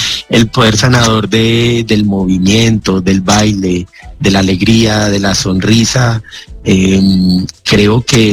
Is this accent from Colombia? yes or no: yes; Colombia; Definitivamente hay que darle el valor en nosotros mismos como colombianos